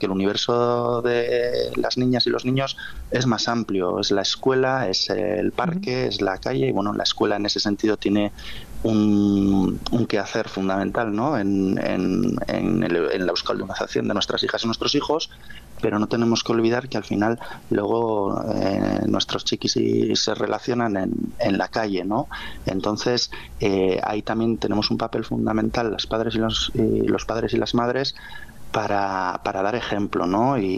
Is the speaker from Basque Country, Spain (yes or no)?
yes; Arrigorriaga, Basque Country, Spain; Yo soy de Arrigorriaga, entonces en un pueblo como Arrigorriaga, en pueblos del Gran Bilbao